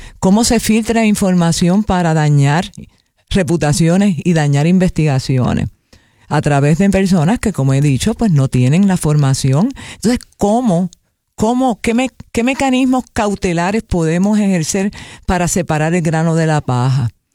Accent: Puerto Rico; eso me enorgullece como puertorriqueña

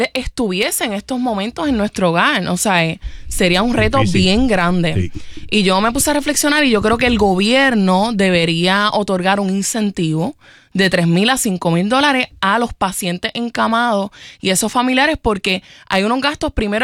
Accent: Puerto Rico; now in Trujillo Alto, Puerto Rico; los puertorriqueños y puertorriqueñas estemos pasando por esta situación

